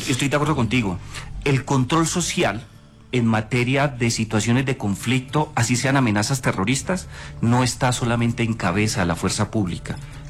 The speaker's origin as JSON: {"language": "Spanish", "town": "Buga", "region": "Valle del Cauca", "country": "Colombia", "tie": "born or raised there", "said": "No se trata de decirle, señor alcalde, usted se encarga de Buga, mi ciudad natal, de hacer esto y esto."}